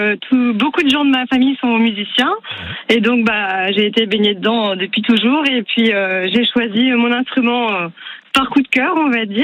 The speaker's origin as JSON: {"language": "French", "area": "Mayenne", "region": "Pays de la Loire", "country": "France", "said": "Nous, on vient de la Mayenne, dans les Pays de la Loire."}